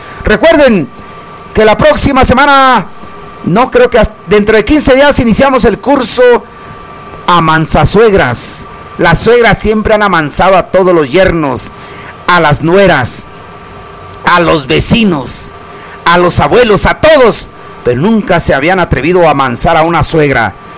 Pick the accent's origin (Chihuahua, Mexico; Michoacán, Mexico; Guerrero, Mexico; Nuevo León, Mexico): Michoacán, Mexico; que viva mi tierra Michoacán.